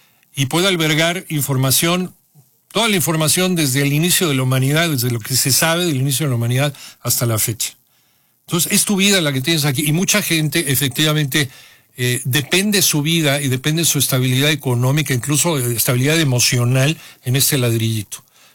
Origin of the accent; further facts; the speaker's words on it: Mexico; así como somos los mexicanos